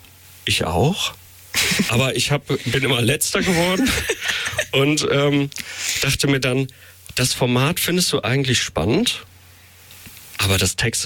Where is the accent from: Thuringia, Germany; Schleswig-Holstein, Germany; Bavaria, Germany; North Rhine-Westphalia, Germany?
North Rhine-Westphalia, Germany; Dinslaken; Und das Ganze fand in der Kostbar in meiner Heimatstadt Dienstlaken so 2016, 17 statt.